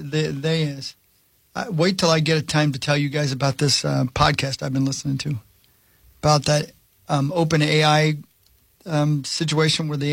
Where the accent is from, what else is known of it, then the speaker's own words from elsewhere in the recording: Indiana, United States; born there; I was born in Indiana and you can tell.